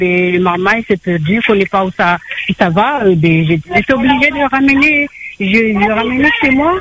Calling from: Le Port, Réunion; moi, j'habite pas là. J'habite à Parc Boisé, au port.

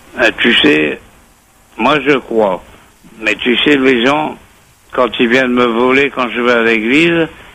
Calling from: Réunion, France; Il y a 15 ans, je suis à la Réunion.

